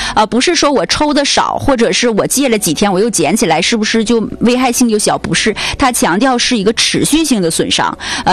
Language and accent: Chinese; Northeast China, China; 尤其是咱们东北人比较热情